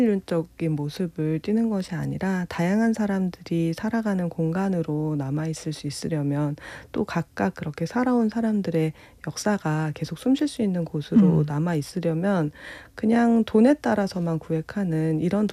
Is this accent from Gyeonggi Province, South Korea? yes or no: yes; Gyeonggi Province, South Korea; 뭐 경기도 인근에 있는 여러 아파트 단지와 신도시들에서 자랐었는데